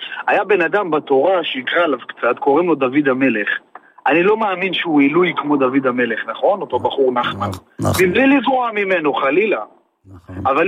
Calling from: Northern District, Israel

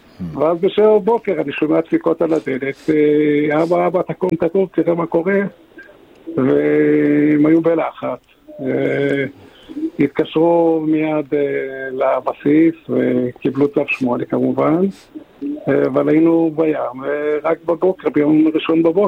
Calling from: Modi'in, Central District, Israel; אני ממודיעין, כן.

